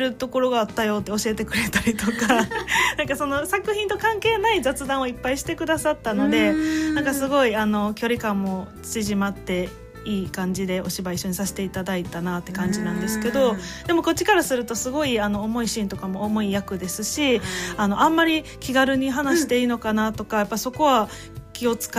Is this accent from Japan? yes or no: yes; Osaka, Japan; moved away as an adult; now in Tokyo, Japan; 自分の地元で映画をね、撮影して上映できるってめちゃくちゃ嬉しいことですね。